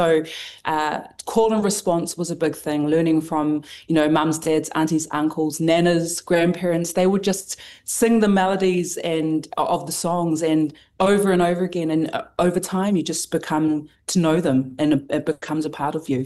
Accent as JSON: {"language": "English", "town": "Palmerston North", "region": "Manawatū-Whanganui", "country": "New Zealand", "tie": "born or raised there", "said": "I grew up in Palm's North End. I attended the Christian Church of Samoa, was basically born into it."}